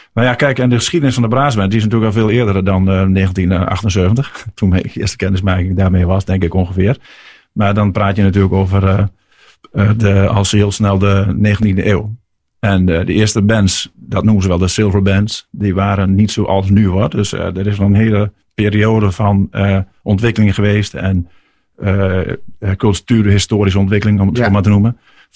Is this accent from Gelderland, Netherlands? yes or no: yes; Oldebroek, Gelderland, Netherlands; born there; En ik ben geboren in de gemeente Oldebroek. En kom uit een muzikaal gezin.